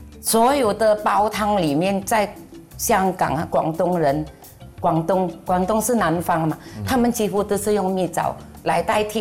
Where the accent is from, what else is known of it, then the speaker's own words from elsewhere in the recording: Indonesia; now in Hong Kong; 印尼华侨。